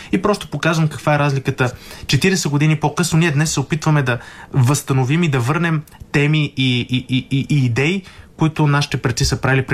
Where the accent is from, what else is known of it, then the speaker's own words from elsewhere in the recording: Sofia, Sofia City, Bulgaria; ние сме жители на този квартал и ние там сме израснали